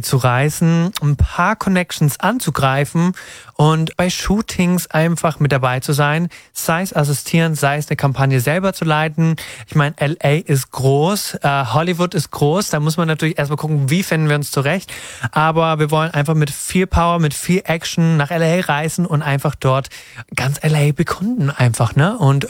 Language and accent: German; Leonberg, Baden-Württemberg, Germany; Das ist genau die Mitte zwischen Leonberg, da wo ich herkomme, und Stuttgart.